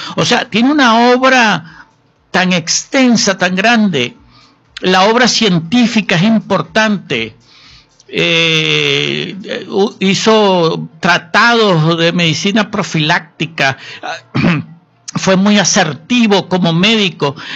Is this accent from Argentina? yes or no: no; Venezuela